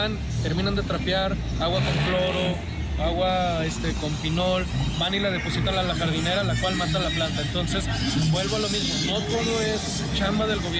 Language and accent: Spanish; Fresnillo, Zacatecas, Mexico; nosotros como fresnillenses